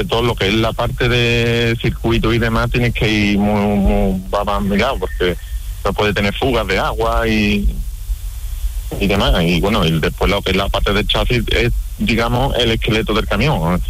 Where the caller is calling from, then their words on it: Utrera, Andalusia, Spain; Estoy en Utrera